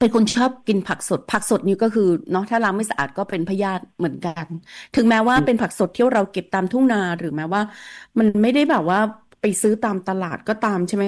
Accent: Northern Thailand, Thailand; born there; moved away; อยู่เหนือกินดิบลาบดิบลู่อะไรเงี้ยก็กินกับเขาหมดแหละเพราะเราเป็นคนต่างจังหวัดอะนะ

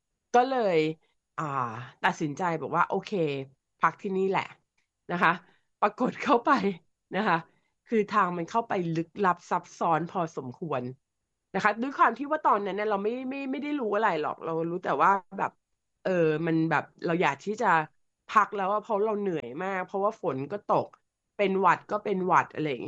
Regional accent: Bangkok, Thailand; เราเป็นคนกรุงเทพ

